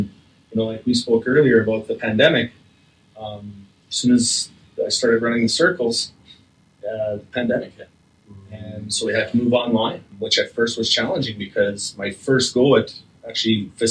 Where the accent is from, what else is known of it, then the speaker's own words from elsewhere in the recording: Slave Lake, Alberta, Canada; as you guys know, I grew up in Slave Lake, and so there was hockey, there was junior hockey, there was baseball